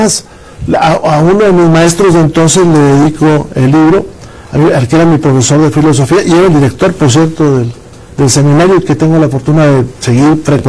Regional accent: Coahuila, Mexico; En mi tierra hubo algunos, pocos, en el sur, en Parras y en Saltillo.

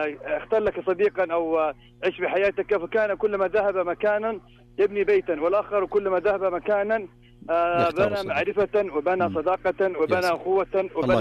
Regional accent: Asir, Saudi Arabia; ما شاء الله، كل الأكلات الشعبية والأكلات العسيرية كلها موجودة عندنا في عسير، نحمد الله.

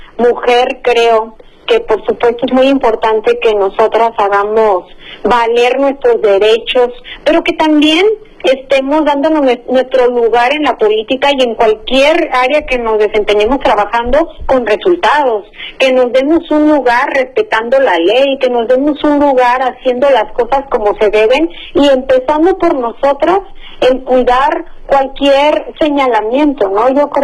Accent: Baja California Sur, Mexico; la gente de Baja California Sur, de mi tierra

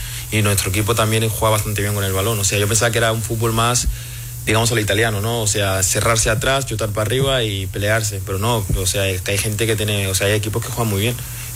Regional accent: Barcelona, Catalonia, Spain; moved away; Yo soy de Barcelona

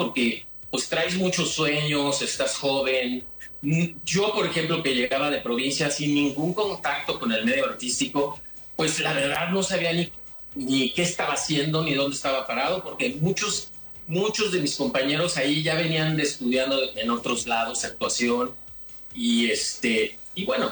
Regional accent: Poza Rica, Veracruz, Mexico; born there; Yo empecé pues en la escuela, porque yo nací en Poza Rica, Veracruz.

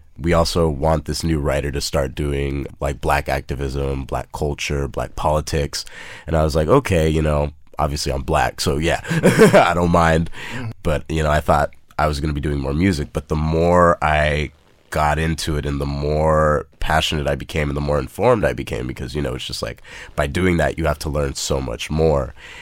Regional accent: El Paso, Texas, United States; moved away as an adult; also born or lived in Austin, Texas; now in Brooklyn, New York, United States; Born and raised in El Paso, Texas, lived there for 18 years of my life, and then moved up here to Austin for UT Austin.

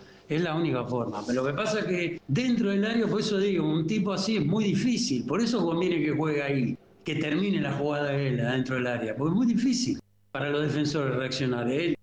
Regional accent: Argentina; a mí me alegra como argentino

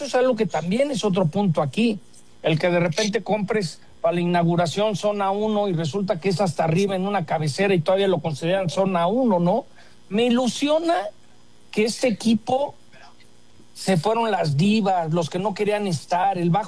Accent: Mexico; Me anima porque quiero mucho a mi país, soy mexicano, aunque también soy americano, en que se vea un México diferente.

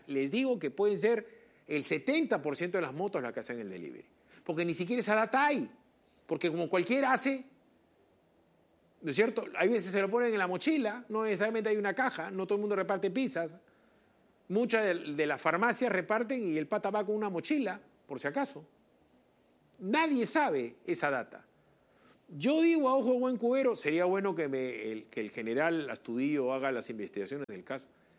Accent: Lima, Peru; en Lima somos 14 millones limeños

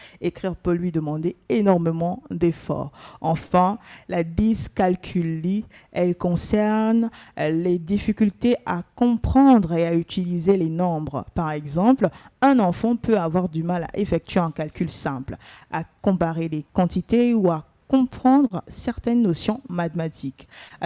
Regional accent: Gabon; Et chez nous au Gabon

